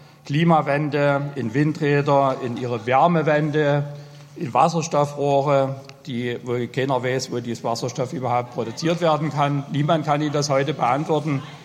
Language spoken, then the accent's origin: German; East Germany, Germany; Ich bin in der DDR groß geworden